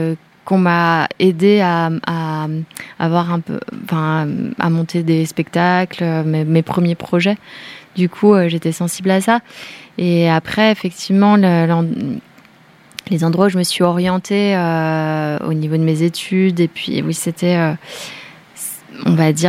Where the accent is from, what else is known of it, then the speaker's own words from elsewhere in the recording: Bourgogne-Franche-Comté, France; Nous, on vient de là, c'est le Haut-Jura, nous, on vient du Jura.